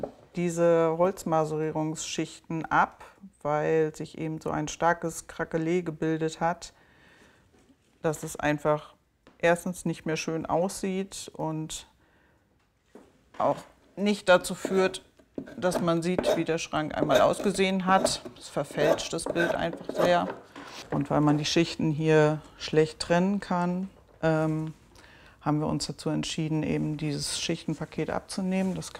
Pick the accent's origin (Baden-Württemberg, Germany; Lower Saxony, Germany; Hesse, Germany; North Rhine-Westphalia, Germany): Lower Saxony, Germany; ich als Ostfriesin